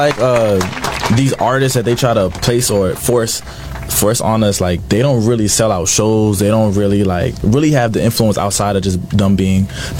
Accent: New York City, New York, United States; born there; also born or lived in South Carolina; I grew up in the Bronx, but I also grew up in South Carolina

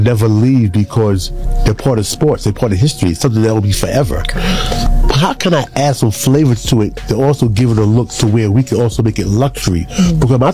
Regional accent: Teaneck, New Jersey, United States; the designer. I'm from Teaneck, New Jersey.

